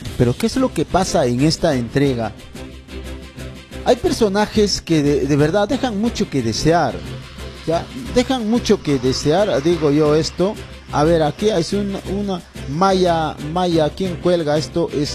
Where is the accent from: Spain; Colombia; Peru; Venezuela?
Peru; todos quienes somos peruanos de a pie